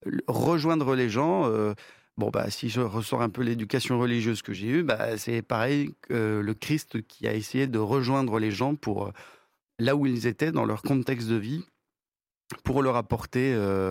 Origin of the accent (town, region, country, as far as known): Madagascar; moved away as an adult; now in France